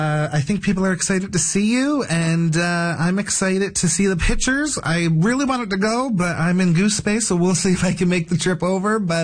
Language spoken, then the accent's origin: English; Newfoundland and Labrador, Canada; I grew up in Labrador West as well.